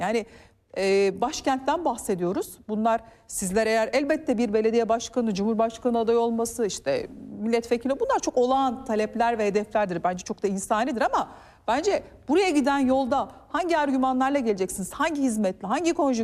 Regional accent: Ankara, Turkey; işte Ankara'da, ben Ankaralıyım.

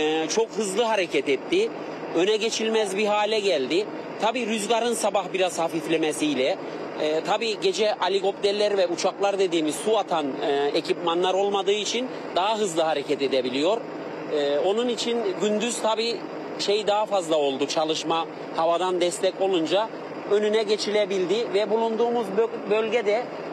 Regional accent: Alanya, Antalya, Turkey; Evet, Alanyalıyım.

